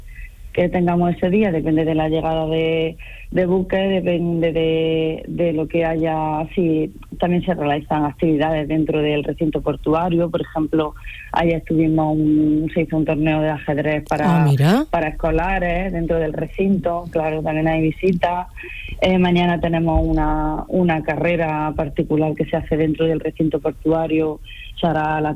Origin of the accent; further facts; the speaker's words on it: Linares, Andalusia, Spain; now in Almería, Spain; yo soy de interior, soy de Jaén, de Linares, y hasta que no me vine a vivir aquí a Almería no conocía este mundo.